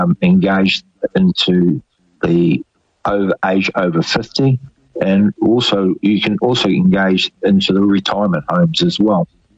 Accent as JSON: {"language": "English", "region": "Auckland", "country": "New Zealand", "tie": "born or raised there", "said": "I grew up in East Coast Bays, come through that club and played North Shore after that."}